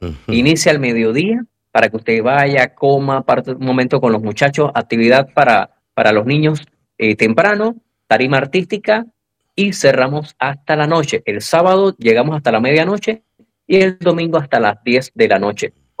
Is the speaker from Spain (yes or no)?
no; Panama; nos une como panameños, crisol de razas, que siempre nos hemos sentido orgullosos de este punto de tránsito